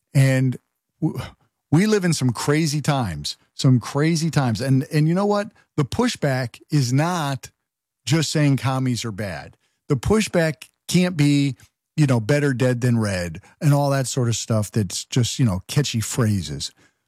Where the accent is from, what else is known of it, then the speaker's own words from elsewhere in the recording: Connecticut, United States; where I was born and raised in Connecticut, the commie corridor.